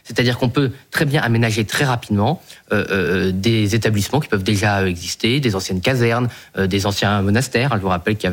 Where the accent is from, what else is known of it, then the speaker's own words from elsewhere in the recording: Boulogne-sur-Mer, Hauts-de-France, France; born there; Moi, je suis né à Boulogne-sur-Mer, bon, c'est les voisins, les Pays-Bas